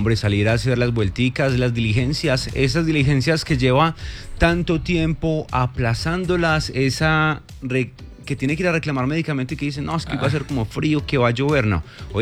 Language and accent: Spanish; Colombia; O uno como colombiano sabe que está hundido